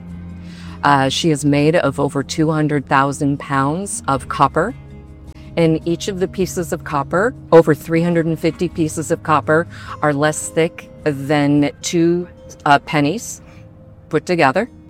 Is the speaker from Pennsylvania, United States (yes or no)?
no; New York City, New York, United States